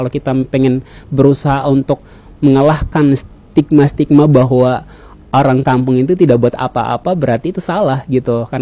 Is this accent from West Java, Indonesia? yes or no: no; Maluku, Indonesia; moved away as an adult; kampung saya, Kampung Ambalo, yang kemudian kampung dikenal sebagai kampung atau pulau sendiri